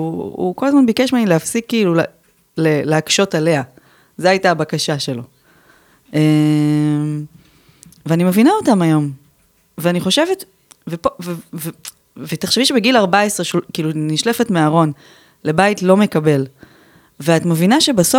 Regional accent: Beersheba, Southern District, Israel; ותמיד בעצם התחושה כבאר שבעית כאילו הייתה שאנחנו לא שייכות למרחב הזה. כאילו שהאנשים שלי הם בתל אביב.

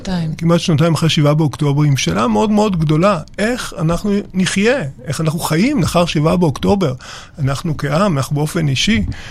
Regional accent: Kfar Saba, Central District, Israel; כן, אני גדלתי בכפר סבא, אני דור ראשון בארץ.

